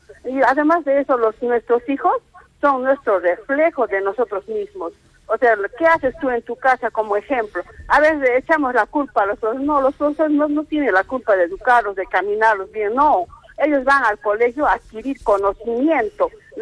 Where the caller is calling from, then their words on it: Arequipa, Peru; Yo estoy llamando de Alto Caima